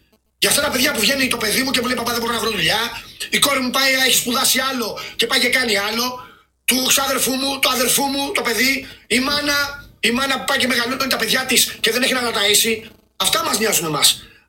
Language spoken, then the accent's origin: Greek; Greece; Μιλάω σαν Έλληνας.